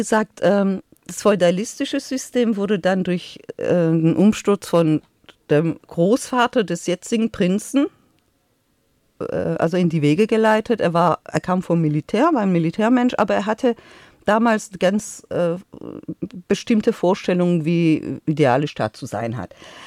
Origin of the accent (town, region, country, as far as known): Tehran, Tehran Province, Iran; born or raised there